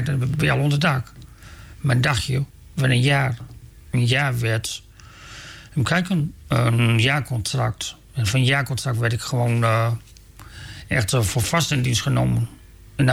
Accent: Scheemda, Groningen, Netherlands; Ik ben geboren in Veendam en ik heb mijn hele leven in Scheemder gewoond. En tot op heden nu nog.

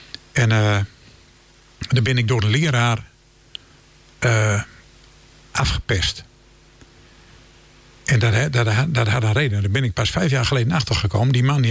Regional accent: Musselkanaal, Groningen, Netherlands; ik ben echt een Groninger. Ik ben een Veenkoloniaal. Ik word altijd verdacht dat ik in Westerwolde ben, maar dat is helemaal niet zo. Ik ben gewoon geboren en getogen in Musselknaal.

